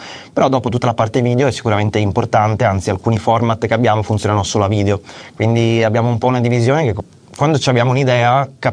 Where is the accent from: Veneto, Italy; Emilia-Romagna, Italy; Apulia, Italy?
Veneto, Italy; Io sono veneto